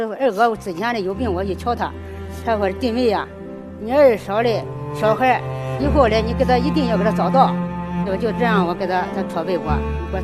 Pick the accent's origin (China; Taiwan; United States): China; Anhui; 我是安徽的。